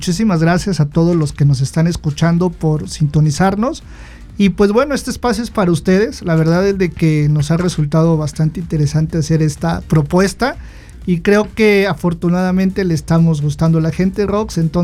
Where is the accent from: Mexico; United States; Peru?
Mexico; tener un mundial en casa, hablando del país, de nuestro México.